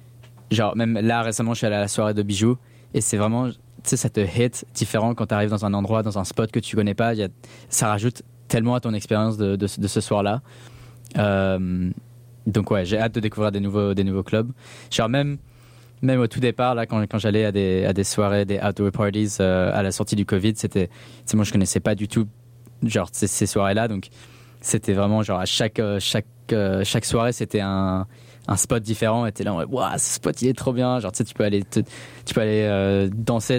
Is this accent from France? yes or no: no; Brussels, Brussels-Capital Region, Belgium; moved away as an adult; now in Montreal, Canada; Genre, je viens de Bruxelles